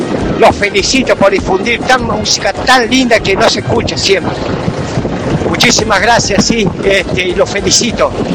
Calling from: Santa Fe, Argentina; Acá ando laburando, los escucho desde Santa Fe, localidad de Wilre, pegadito a Buenos Aires.

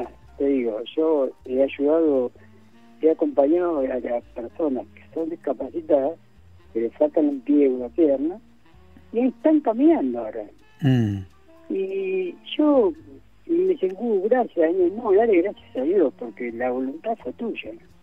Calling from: Virrey del Pino, Buenos Aires Province, Argentina; yo soy de Virrey del Pino

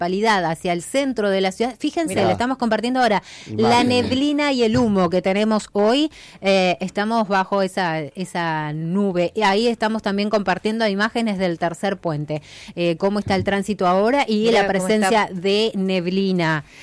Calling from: San Antonio Oeste, Río Negro, Argentina; Hola, buenos días. … de San Antonio Oeste.

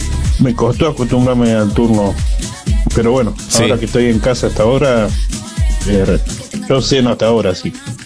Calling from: Empalme Villa Constitución, Santa Fe, Argentina; de Empalme.

